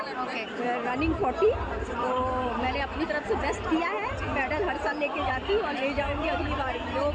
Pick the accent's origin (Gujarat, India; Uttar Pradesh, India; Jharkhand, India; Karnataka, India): Gujarat, India; Vapi; और मैं वापी गुजरात से आई हूँ